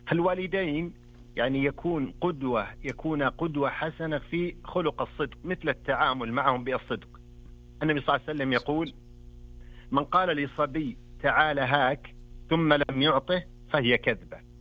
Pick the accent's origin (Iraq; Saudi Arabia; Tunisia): Saudi Arabia; Al-Qassim; من القصيم.